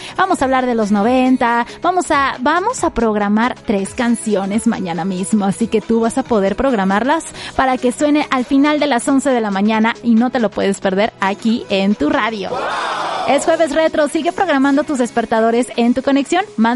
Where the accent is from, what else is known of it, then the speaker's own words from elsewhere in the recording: Mexico; Soy mexicano.